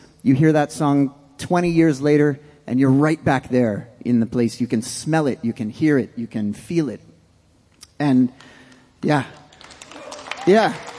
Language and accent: English; Canada; We're from Canada.